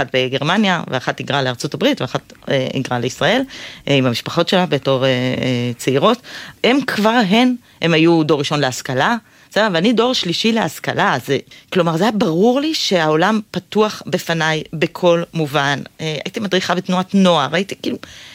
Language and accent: Hebrew; West Bank, Palestine; אז גדלתי בציונות הדתית ביישוב בגוש עציון, שהיה יישוב בהרבה מובנים מאוד ליברלי